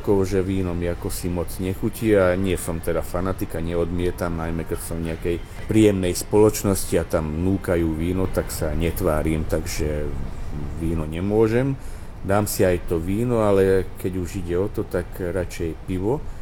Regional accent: Bratislava, Bratislava Region, Slovakia; moved away as an adult; also born or lived in southern Slovakia; now in Budapest, Hungary; tak je to moje rodné mesto a ak mám v živote na niečo šťastie, tak na Bratislavu áno, že aj keď som sa teda oficiálne dávno odtiaľ odsťahoval

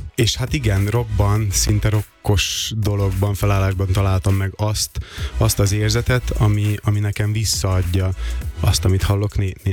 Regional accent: Vojvodina, Serbia; Nem, vajdaságiként nem tudom soha elengedni a magyar és a szerb népzenét, tehát egy ilyen kavalkádban nőttem fel, ahol fontos volt a magyar kultúra, a zene és néphagyományok

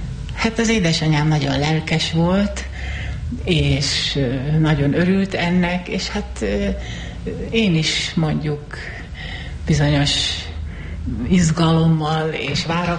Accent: Kispest, Budapest, Hungary; born there; Mielőtt Budapestre költöztünk, Kispesten laktunk.

